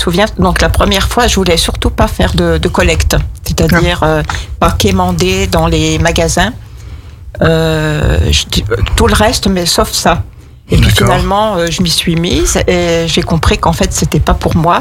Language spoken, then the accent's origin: French; Bourgogne-Franche-Comté, France; moved away as an adult; now in Aix-les-Bains, France; Je suis originaire de la Bourgogne et je suis venue à Aix-les-Bains pour travailler en 1969.